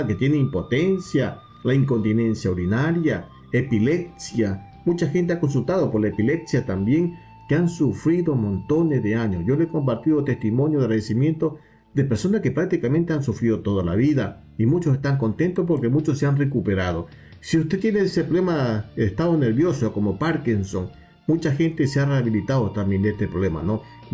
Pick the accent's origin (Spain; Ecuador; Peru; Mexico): Ecuador; now in Uruguay; el ecuatoriano